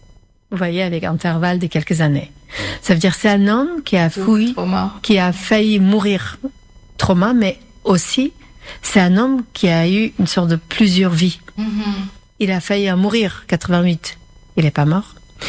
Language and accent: French; Yerevan, Armenia; moved away; si je viens d'Yerevan, j'ai un lien très fort avec Gyumri.